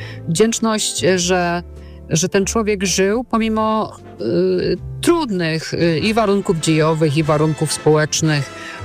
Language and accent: Polish; Częstochowa, Silesian Voivodeship, Poland; also born or lived in Katowice; bo ja mieszkałam, studiowałam w Katowicach, pochodzę z Częstochowy, a mój małżonek jest z Warmii.